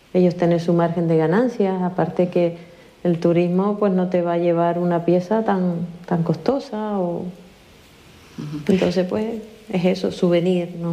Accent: Icod de los Vinos, Canary Islands, Spain; Ayuntamiento de Hico de los Vinos, de donde soy yo

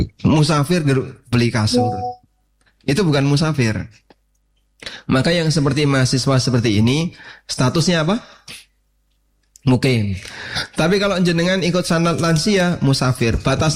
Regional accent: Lamongan, East Java, Indonesia; now in Sleman, Indonesia; kalau saya, Pak, asli Lamongan, tinggal di Sleman, KTP Klaten.

